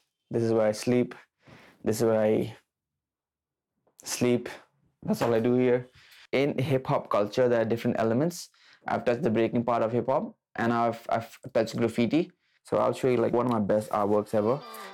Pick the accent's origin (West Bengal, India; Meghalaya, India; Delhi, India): Meghalaya, India; Shillong; now in Bangalore, India; I'm from Shillong, but I live in Bangalore. Bangalore's chill, so I like it. I'm either second or third generation in India.